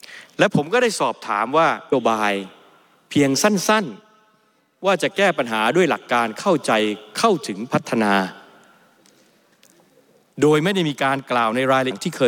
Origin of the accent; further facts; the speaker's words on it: Bangkok, Thailand; ผมแม้จะเป็นคนกรุงเทพ